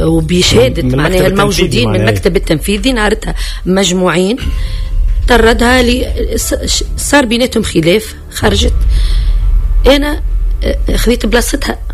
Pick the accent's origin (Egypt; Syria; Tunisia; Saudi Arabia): Tunisia; أنا فنانة تونسية